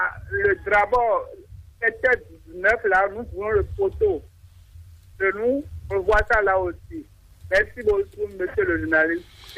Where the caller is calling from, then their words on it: Cotonou, Littoral, Benin; Je vous appelle depuis Agla.